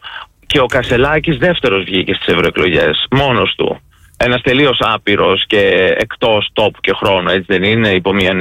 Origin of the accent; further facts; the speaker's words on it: Thessaloniki, Central Macedonia, Greece; εγώ που κατάγομαι από τη Θεσσαλονίκη